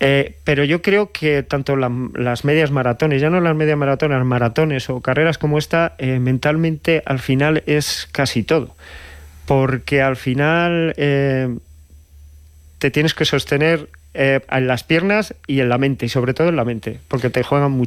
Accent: Coín, Andalusia, Spain; mi pueblo, Coín, está a 80 kilómetros de Ronda.

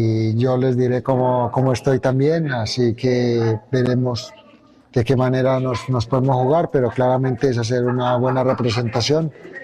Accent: Colombia; así como logramos ganar en las diferentes carreras en el mundo y las mejores carreras en el mundo como colombianos.

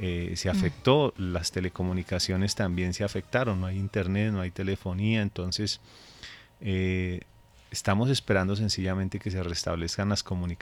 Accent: Colombia; also born or lived in Caracas, Venezuela; Tengo familia allá, de hecho soy nacido en Caracas, criado aquí en Colombia desde los 2 años.

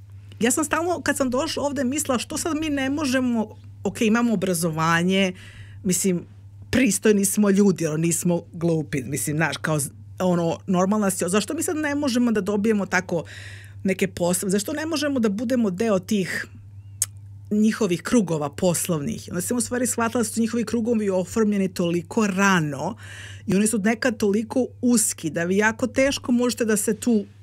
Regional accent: Belgrade, Serbia; now in Melbourne, Australia; ja sam odrasla u Beogradu na Petlom brdu, koga briga sad Petlom brdu, mislim, na kraj sveta

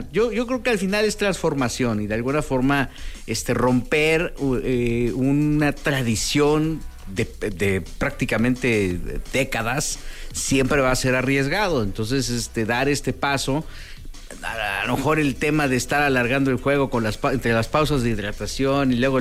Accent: Mexico; tan maravillosas como mexicanos, mantengamos esa unión, ¿no?

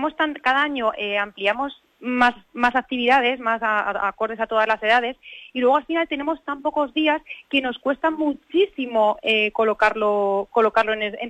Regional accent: Gabaldón, Castilla-La Mancha, Spain; Bueno, ¿qué te voy a decir yo de mi pueblo, Carolina? Gabaldón somos todos en una, somos un pueblo muy unido

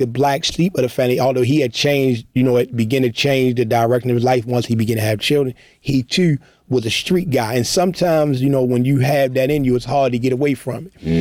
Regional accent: Baltimore, Maryland, United States; born or raised there

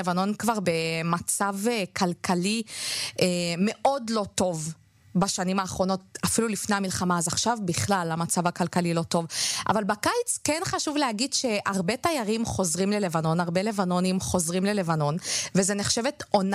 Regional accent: Ma'alot-Tarshiha, Northern District, Israel; born or raised there; also born or lived in Southern Lebanon

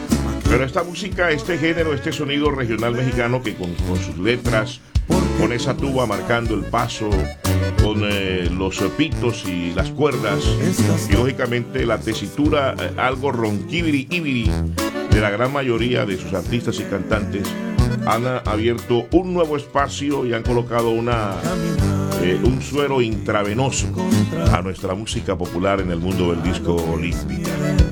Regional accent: Colombia; en mi país, Colombia.

